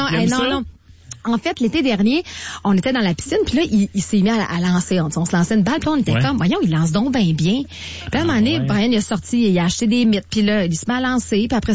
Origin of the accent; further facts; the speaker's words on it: Quebec City, Quebec, Canada; C'est à côté de chez moi, d'où est-ce que je viens, de Limoilou.